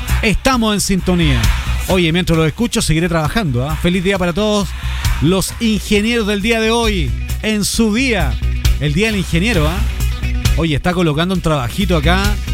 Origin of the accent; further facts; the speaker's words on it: Chile; todos los chilenos